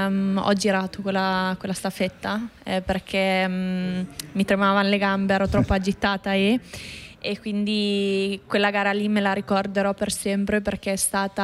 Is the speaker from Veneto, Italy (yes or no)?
no; Anterselva, Trentino-Alto Adige, Italy; essendo nata e cresciuta lì.